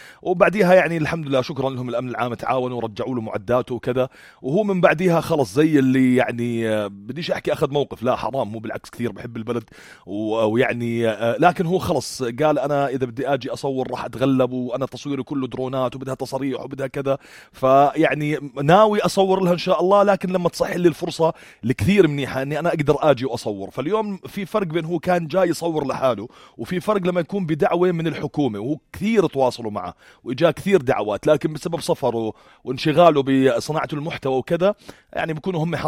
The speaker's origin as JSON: {"language": "Arabic", "country": "Jordan", "said": "عندنا بالأردن"}